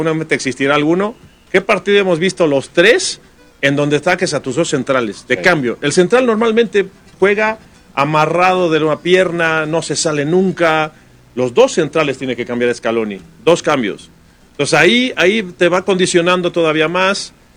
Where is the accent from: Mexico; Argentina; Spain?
Mexico; Yo te digo, como mexicano